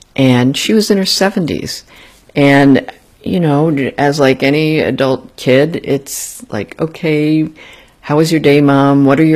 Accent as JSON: {"language": "English", "region": "New Jersey", "country": "United States", "tie": "born or raised there", "said": "So growing up in New Jersey at that time and being so alien, I mean, literally, legally being, quote, aliens, my parents, you know, they were not citizens yet."}